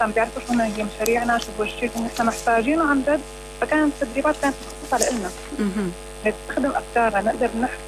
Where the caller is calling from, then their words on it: Syria; نحن كشباب سوري